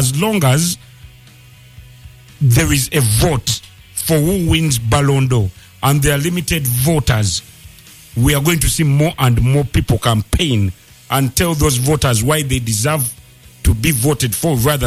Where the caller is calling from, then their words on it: Kireka, Uganda; Good afternoon, Radio City. … from Kireka Kamuli.